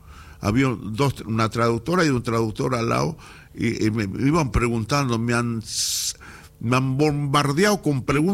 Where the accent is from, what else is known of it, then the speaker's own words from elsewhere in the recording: Buenos Aires, Argentina; born there; que nací en San Telmo